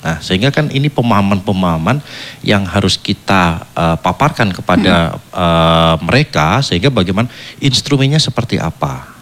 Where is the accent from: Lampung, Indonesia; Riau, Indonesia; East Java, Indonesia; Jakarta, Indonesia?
East Java, Indonesia; Tuban; Kok ya kondisi di daerah saya masih seperti ini